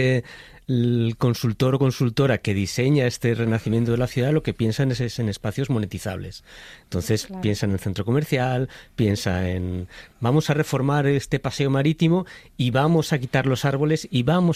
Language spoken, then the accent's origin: Spanish; Castile and León, Spain; Claro, en mi pueblo la cuestión es que la facilidad del movimiento ha hecho que pierda mucha importancia. Es decir, toda la gente que necesita ir a comprar algo, embargo, ya no va a Benavente, quizá va a León.